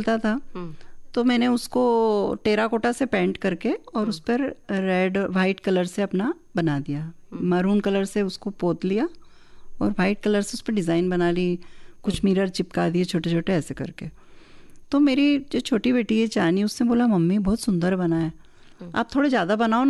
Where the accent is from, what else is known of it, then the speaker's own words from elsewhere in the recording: Madhya Pradesh, India; accent: Malvi; तो चूंकि मैं मालवा से हूँ तो मैंने एक पुस्तक मेरी मालवी बोली मे